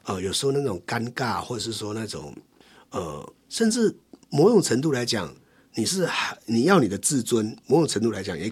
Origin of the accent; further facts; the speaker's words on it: Taiwan; first language Taiwanese Hokkien; 因为我八岁以前是讲台语。然后我小二的时候就搬到，我妈妈是客家人，我又搬到客家庄，我又讲客语。